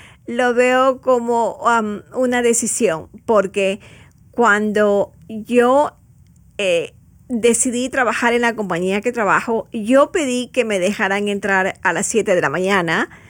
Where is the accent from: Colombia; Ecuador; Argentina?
Ecuador; moved away; de donde yo vengo, que es de la parte del sur de América, yo soy de Ecuador.